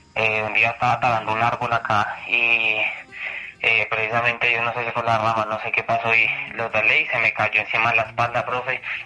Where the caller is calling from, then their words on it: Caparrapí, Cundinamarca, Colombia; le llamo por acá, es de las afueras de Caparrapí, Cundinamarca.